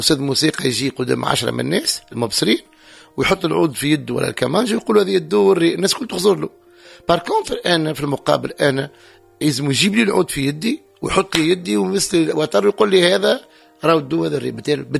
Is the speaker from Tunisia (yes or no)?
yes; Tunisia; شوف ديما نسأل روحي علاش ما يكونش عندنا في تونس